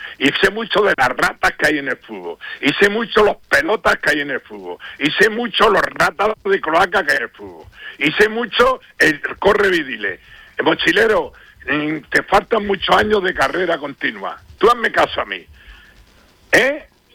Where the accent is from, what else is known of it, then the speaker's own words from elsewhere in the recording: Almería, Andalusia, Spain; now in Balearic Islands, Spain; Pues mira, yo soy de Almería, vivo en Baleares y quiero los dos equipos en primera división.